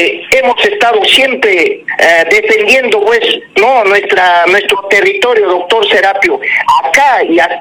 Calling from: Cusco, Peru; Nosotros somos parte de Yanatile, pero queremos que la gente se entere que nosotros siempre hemos sido, pues, yanatileños

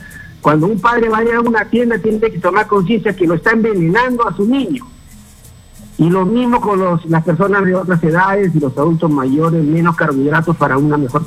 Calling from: Lima, Peru; Le hablo desde Miraflores.

